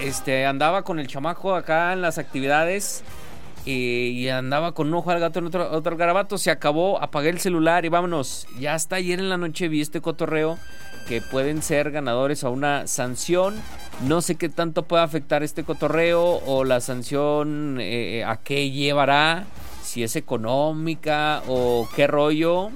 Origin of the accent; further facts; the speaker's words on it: Mexico; Creo que los que estamos al lado somos los mexicanos